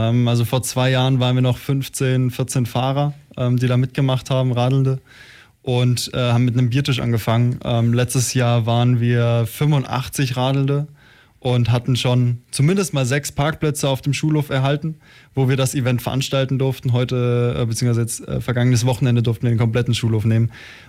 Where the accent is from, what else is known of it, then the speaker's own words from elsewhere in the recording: Baden-Württemberg, Germany; moved away as an adult; now in Ulm, Germany; Ich komme aus der Nähe von Freiburg